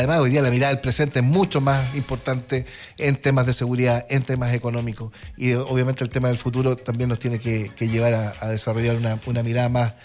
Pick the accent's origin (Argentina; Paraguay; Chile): Chile